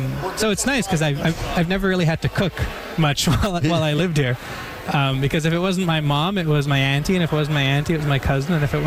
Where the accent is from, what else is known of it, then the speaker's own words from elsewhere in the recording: Île-à-la-Crosse, Saskatchewan, Canada; After living in Saskatoon, I realized it was just pure magic. I mean, it was, you could, at the drop of a hat, in 5 minutes, I could go to the beach and I'd be swimming in a lake that is fresh, pure, clean water.